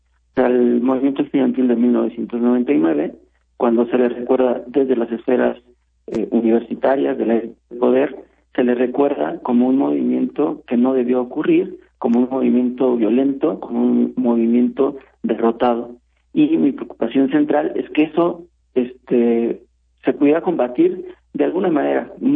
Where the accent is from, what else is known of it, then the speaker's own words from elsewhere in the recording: Valle de Chalco, State of Mexico, Mexico; en mi barrio, que yo vivo en Valle de Chalco, de ahí soy, y viví ahí durante el movimiento estudiantil